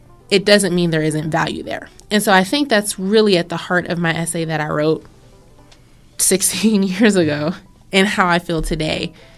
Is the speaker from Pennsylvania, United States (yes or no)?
yes; Pittsburgh, Pennsylvania, United States; I went to David B. Oliver High School, which is now closed. I'm from the Hill District, which even from when I was a child is even more empty and more, I don't know.